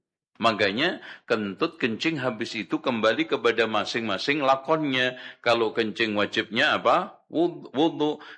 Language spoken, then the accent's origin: Indonesian; Lamongan, East Java, Indonesia; Itu kampung gue itu.